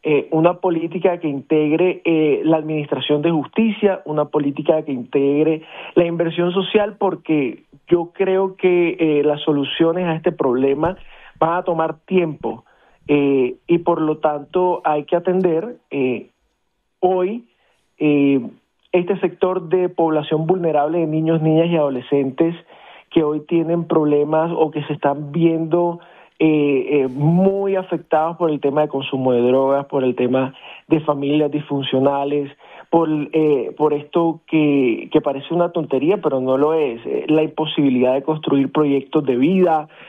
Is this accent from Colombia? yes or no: yes; Barranquilla, Atlántico, Colombia; Yo, como barranquillero que vivo en la ciudad, que crecí en Barranquilla, que amo mi ciudad